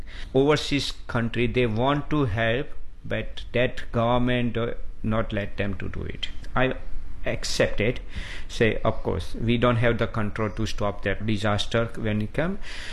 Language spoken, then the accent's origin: English; India; English is a second language; We met in my home country, India.